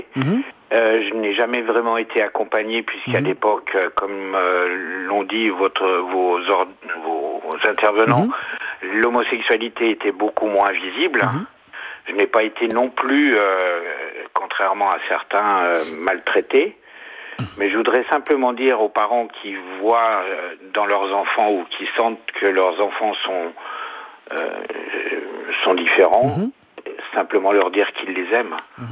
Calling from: Nouvelle-Aquitaine, France; J'appelle de Dordogne.

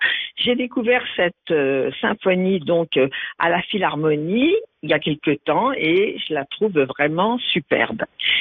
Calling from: Joinville-le-Pont, Île-de-France, France; Oui, bonjour … de Joinville-le-Pont.

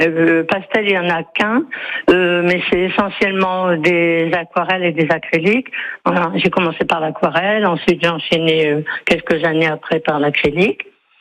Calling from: Hauts-de-France, France; Non, je ne suis pas à Mouveau, je suis sur la Côte d'Opale

